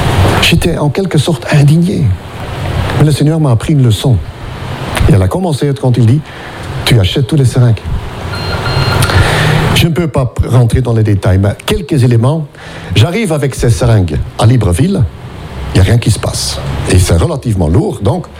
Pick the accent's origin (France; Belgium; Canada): Belgium; comme on dit chez nous en Belgique.